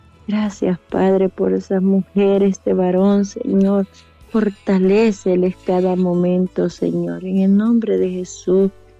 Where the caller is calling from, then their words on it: Honduras; De aquí, de Los Placitos, Piligüín.